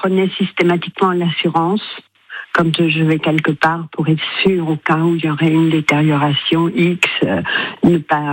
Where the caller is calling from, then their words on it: Boulazac, Nouvelle-Aquitaine, France; De Boulazac.